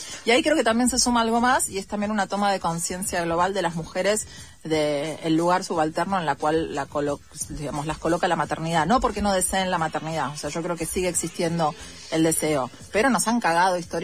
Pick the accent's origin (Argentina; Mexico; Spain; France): Argentina; lo estamos pasando muy mal en la Argentina